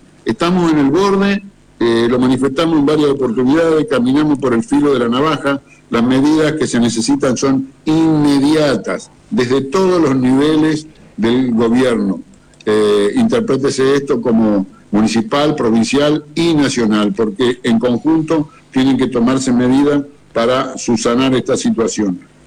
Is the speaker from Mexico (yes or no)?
no; Argentina; nosotros como argentinos